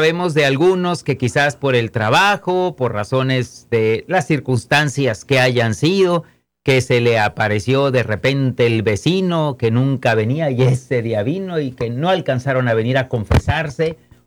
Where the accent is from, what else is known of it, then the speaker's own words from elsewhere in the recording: Mexico; Padre, yo como buen mexicano tengo una pregunta.